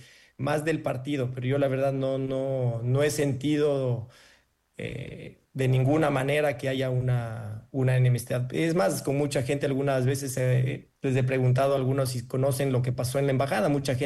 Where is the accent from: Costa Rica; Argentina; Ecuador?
Ecuador; moved away as an adult; now in Mexico; nosotros como entrenadores ecuatorianos